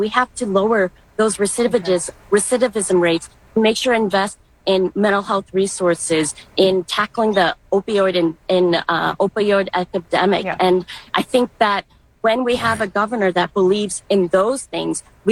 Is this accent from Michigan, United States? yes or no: no; Madison, Wisconsin, United States; We had a police shooting in my hometown of Madison, Wisconsin.